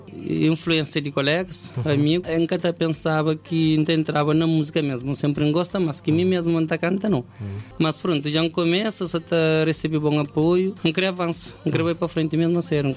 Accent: Cape Verde; somos de Cabo Verde.

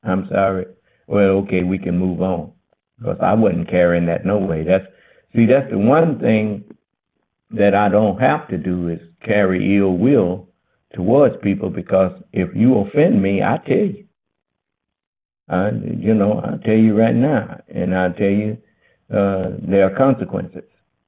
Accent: Los Angeles, California, United States; moved away as an adult; I grew up in Watts. I had never really been out of Los Angeles until I joined the Marine Corps.

